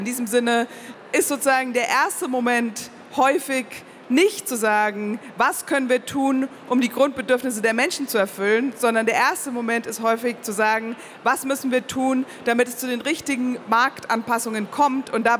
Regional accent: Nuremberg, Bavaria, Germany; Ich bin in Nürnberg aufgewachsen

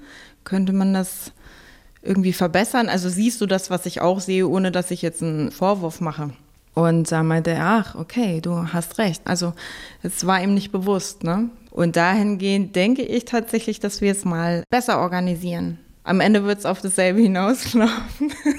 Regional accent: Lower Saxony, Germany; now in Berlin, Germany; Ich bin im Westen aufgewachsen, in Niedersachsen

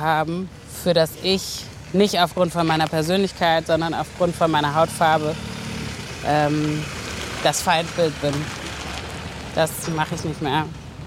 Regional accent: Germany

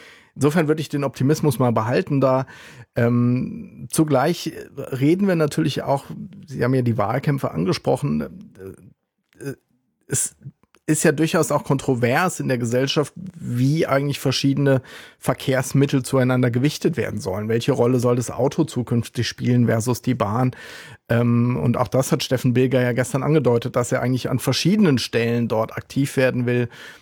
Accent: Rhineland-Palatinate, Germany; now in Berlin, Germany; Ich bin ja ein Kind des Landes. Ich bin in Rheinland-Pfalz in der ländlichen Region aufgewachsen.

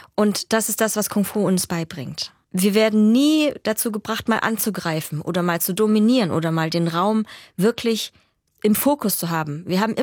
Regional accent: Chemnitz, Saxony, Germany; Da freue ich mich auch schon sehr drauf, weil das ja mein Heimatort ist und ein bisschen besonders natürlich auch, ne?

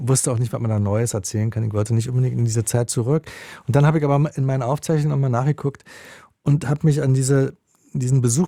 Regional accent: Germany; also born or lived in Israel; Ich bin auch nach Israel gegangen, ich habe da auch gelebt. Und das hatte auch Gründe, die haben, glaube ich, mit mir als Deutscher irgendwie zu tun.

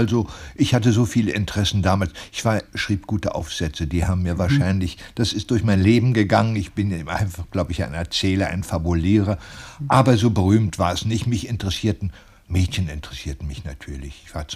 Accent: Berlin, Germany; Die berlinischste Gegend, das ist die Gegend um den Schlesischen Bahnhof. Warschauer Straße, da habe ich meine Kindheit verlebt.

